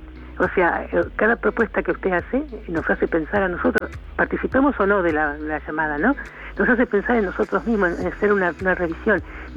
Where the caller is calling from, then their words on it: Chascomús, Buenos Aires Province, Argentina; de Chascomús.